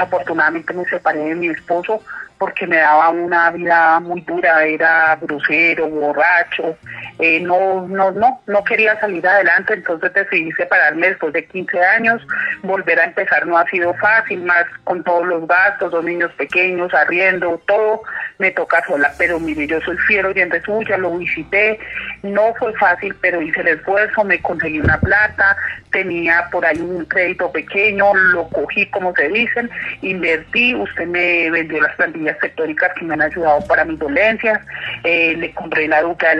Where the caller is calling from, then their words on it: Facatativá, Cundinamarca, Colombia; nos llamo acá de Facultativa Cundinamarca.